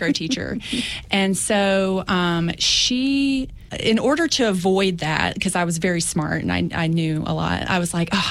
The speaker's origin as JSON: {"language": "English", "town": "Saltville", "region": "Virginia", "country": "United States", "said": "So I am from Saltville, which is just a couple of miles down the road. And I really just wanted to stay very close to home."}